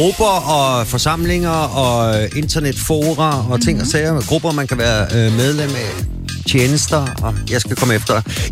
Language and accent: Danish; Ry, Central Denmark Region, Denmark; moved away; jeg havde også en på min grillbar derhjemme i Ry i gamle dage